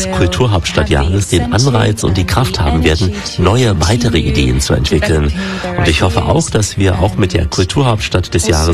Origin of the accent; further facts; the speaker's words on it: Chemnitz, Saxony, Germany; Tartu wie auch meine Heimatstadt Chemnitz können ja nur profitieren